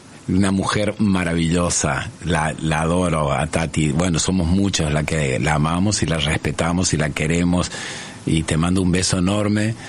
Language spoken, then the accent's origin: Spanish; Argentina; Chango, vos que sos medio ucraniano. No, yo soy argentino. Argentino soy.